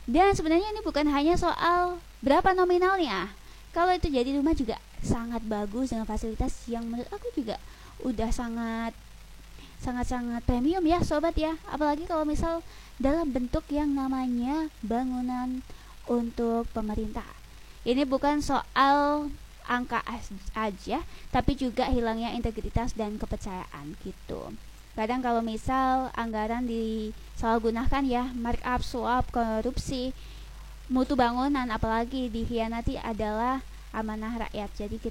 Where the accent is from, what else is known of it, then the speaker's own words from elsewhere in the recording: Lamongan, East Java, Indonesia; Kita sebagai warga Lamongan